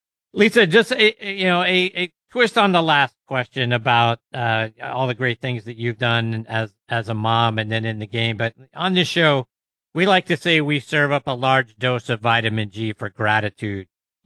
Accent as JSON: {"language": "English", "town": "Pittsburgh", "region": "Pennsylvania", "country": "United States", "moved": "yes", "lives_now": "Atlanta, United States", "said": "I'm from Pittsburgh."}